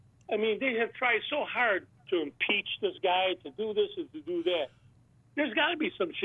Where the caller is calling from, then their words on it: New York, United States; Up here in New York, you know, it starts snowing.